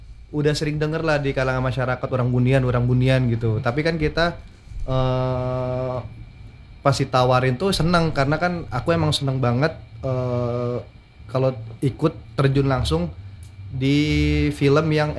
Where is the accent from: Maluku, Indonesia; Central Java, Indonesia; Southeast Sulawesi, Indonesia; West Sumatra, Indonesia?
West Sumatra, Indonesia; saya juga orang Minang kan.